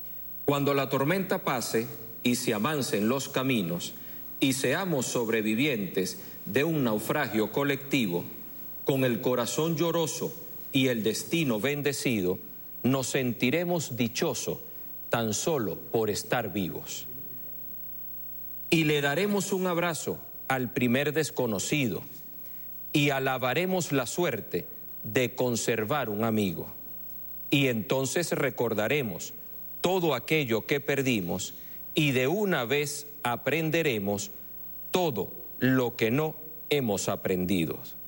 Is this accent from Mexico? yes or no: no; Venezuela; somos venezolanos